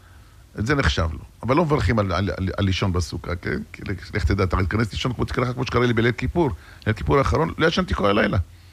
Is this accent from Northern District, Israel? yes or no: no; Jerusalem, Jerusalem District, Israel; אצלנו בירושלים